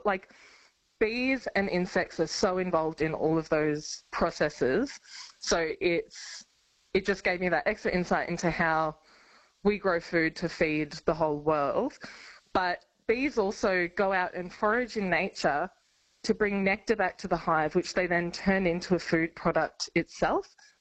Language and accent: English; Toowoomba, Queensland, Australia; moved away as an adult; also born or lived in Melbourne / Sydney; So I grew up in Toowoomba, but I lived and worked in Melbourne and Sydney as a pastry chef.